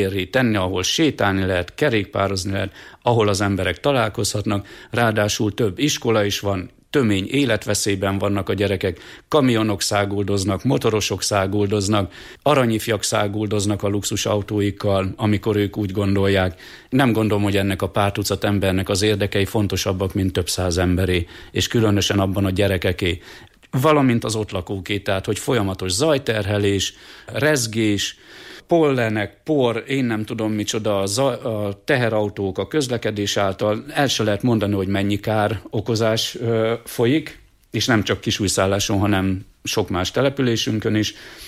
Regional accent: Hungary; magyarok vagyunk

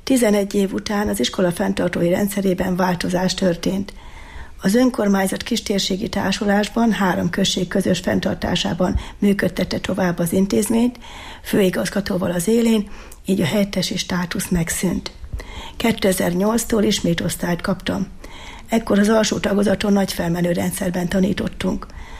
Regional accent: Tenk, Heves, Hungary; 1986. szeptember 1-én kezdtem meg a pedagógusi pályámat szülőfalumban

